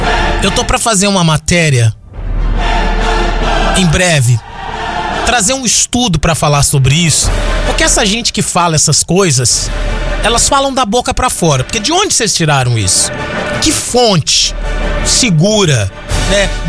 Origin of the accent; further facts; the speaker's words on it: Brazil; now in Massachusetts, United States; todos nós brasileiros